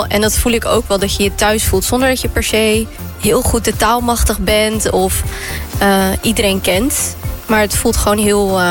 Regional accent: Netherlands; born there; Ik zo, nee, ik ben in Nederland geboren, maar mijn opa en oma komen wel van hier.

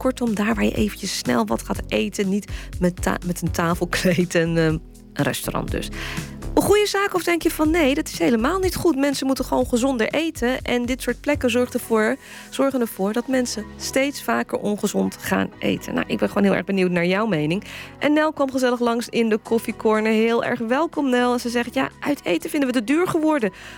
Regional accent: Rotterdam, South Holland, Netherlands; Ja, ik ben uit Rotterdam, dus ik zeg eigenlijk gewoon patat.

